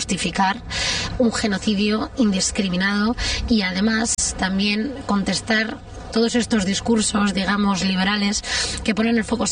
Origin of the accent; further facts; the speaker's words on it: Madrid, Community of Madrid, Spain; now in Mallorca, Spain; soy madrileña, ahora mismo viviendo en Mallorca